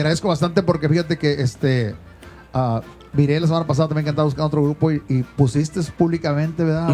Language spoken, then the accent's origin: Spanish; Monterrey, Nuevo León, Mexico; soy de Monterrey, Nuevo León